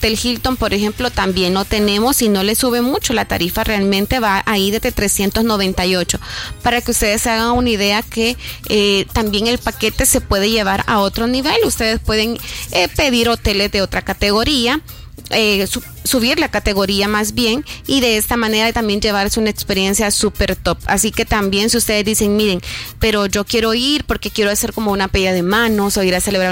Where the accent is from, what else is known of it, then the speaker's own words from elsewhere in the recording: El Salvador; como salvadoreños solamente necesitamos nuestro pasaporte vigente